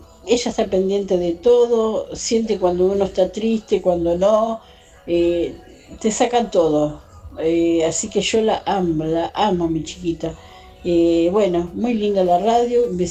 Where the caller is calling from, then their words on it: Buenos Aires, Argentina; acá de Flores.